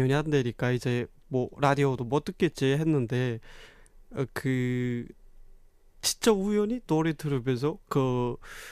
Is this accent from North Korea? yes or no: yes; North Korea; now in South Korea; 제가 지금 현재 남한에서 살고 있는 이제 청년으로서 이제 제가 제 고향을 상상해 보면